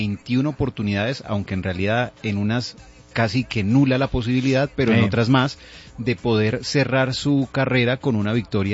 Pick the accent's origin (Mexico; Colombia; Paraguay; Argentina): Colombia; sería maravilloso para nosotros como colombianos que le hubieran dado esa oportunidad